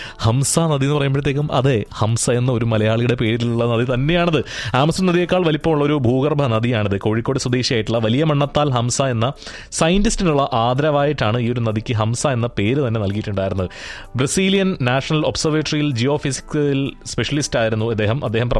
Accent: Kerala, India; ഞങ്ങളുടെ നാട്ടിലൂടെ ഒരുങ്ങുന്ന കല്ലടയാർ

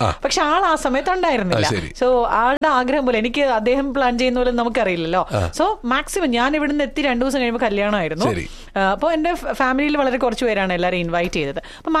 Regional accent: Kollam, Kerala, India; ഇപ്പൊ ഞങ്ങളുടെ നാട് കൊല്ലം

